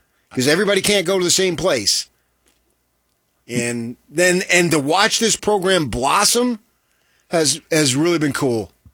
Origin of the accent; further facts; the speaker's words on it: Phoenix, Arizona, United States; Growing up in Phoenix, Ohio State can crank out 20,000.